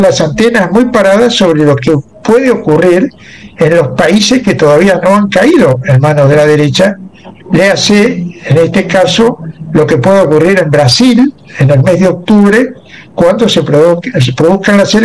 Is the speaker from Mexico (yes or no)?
no; Argentina; en mi país, en Argentina